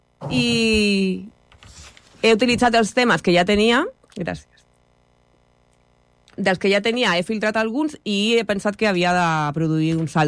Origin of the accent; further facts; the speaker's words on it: Ripollet, Catalonia, Spain; jo soc de Ripollet i no em moure de Ripollet